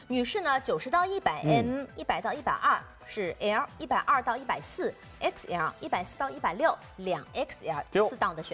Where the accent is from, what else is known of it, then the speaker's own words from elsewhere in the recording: Shanghai, China; 因为我觉得就是我们上海人还是非常注重贴身衣物的